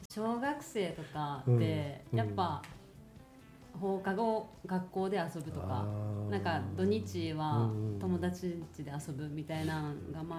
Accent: Miki, Hyogo, Japan; 兵庫県三木市です。

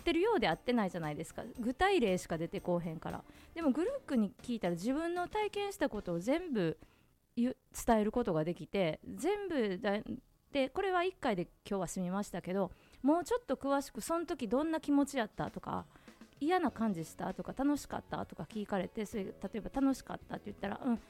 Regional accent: Kansai, Japan; accent: Kansai dialect; 私が関西弁で聞く

